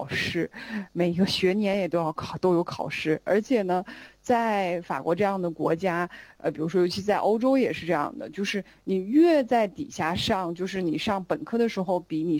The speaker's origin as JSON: {"language": "Chinese", "country": "China", "also_born_or_lived": "France", "moved": "as an adult", "said": "我们班就我一个中国人，"}